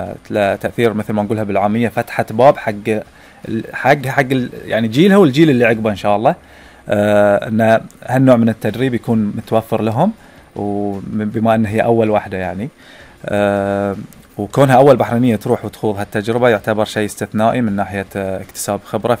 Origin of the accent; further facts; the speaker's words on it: Bahrain; كبحرينيين.